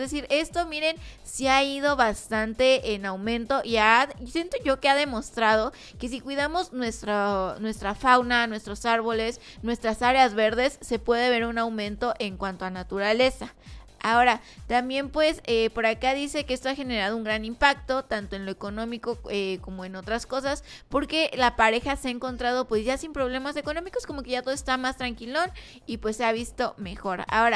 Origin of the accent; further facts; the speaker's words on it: Mexico; qué chido ser mexicano